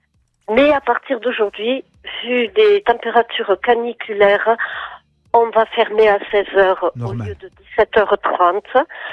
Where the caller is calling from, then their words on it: Montazels, Occitanie, France; Montazels.